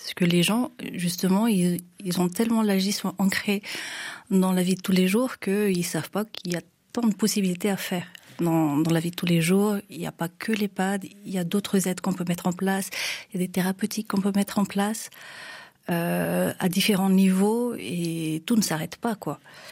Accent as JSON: {"language": "French", "country": "Madagascar", "moved": "as an adult", "lives_now": "France", "said": "j'ai été médecin dans mon pays d'origine, le Madagascar. Ensuite, je suis venue en France en 2023."}